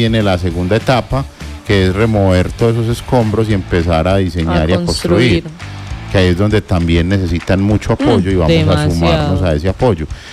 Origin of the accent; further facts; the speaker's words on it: Colombia; como colombianos que nos apoyamos